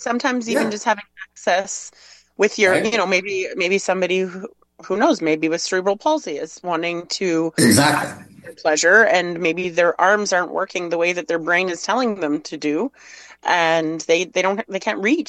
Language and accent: English; Canada; being a Canadian